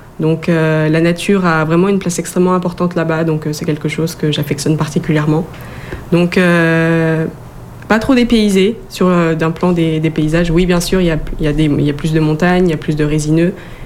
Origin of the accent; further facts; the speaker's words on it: Quebec City, Quebec, Canada; Donc, quand on dit « Moi, je suis de Québec, toi, t'es de France. »